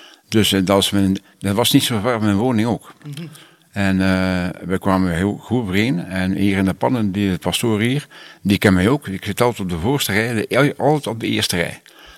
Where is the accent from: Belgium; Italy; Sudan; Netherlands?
Belgium; Ghent, Flanders; we komen eigenlijk van Gent Centrum. En dat noemen we de Veermanstraat. Daar liep het water nog, de Schelde, de naam van de Schelde. En dat was praktisch in het centrum.